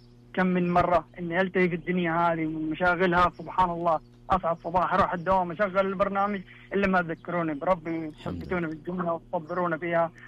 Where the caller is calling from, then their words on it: Riyadh, Riyadh Province, Saudi Arabia; من الرياض.